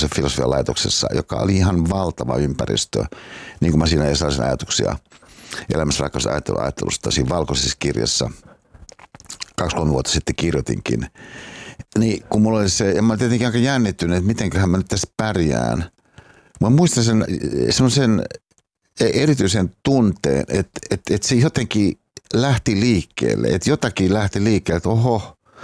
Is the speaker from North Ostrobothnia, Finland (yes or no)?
no; Hyvinkää, Uusimaa, Finland; born there; moved away